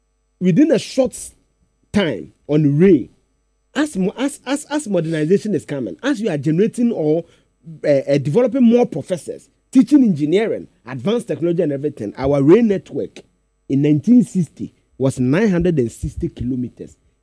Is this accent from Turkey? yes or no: no; Ghana